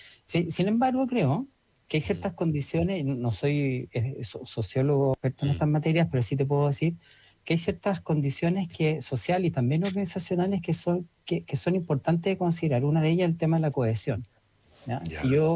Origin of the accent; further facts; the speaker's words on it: Chile; De un país que somos chilenos, en vez de decir yo tengo mis derechos